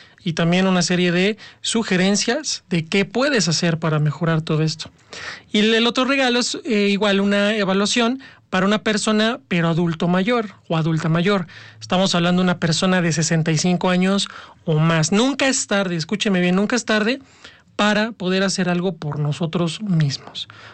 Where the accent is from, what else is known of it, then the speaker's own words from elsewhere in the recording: Mexico; no es en lo absoluto hablar mal de nosotros como mexicanos